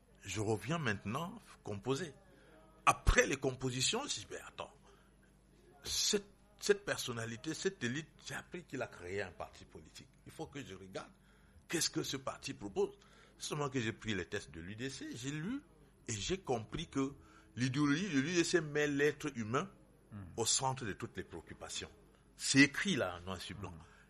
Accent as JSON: {"language": "French", "town": "Bangourain", "region": "West", "country": "Cameroon", "also_born_or_lived": "Foumban", "said": "Moi je suis de Bangourin et de Fumbal."}